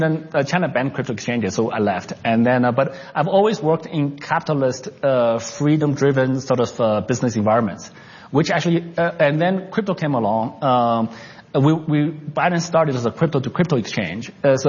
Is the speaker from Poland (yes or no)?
no; Canada; also born or lived in New York; So when I grew up in Canada, working in U.S., working in New York for 4 years.